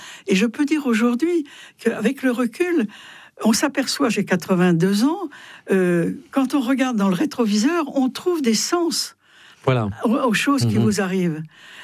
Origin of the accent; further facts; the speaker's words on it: France; J'aime profondément la France, je suis une Française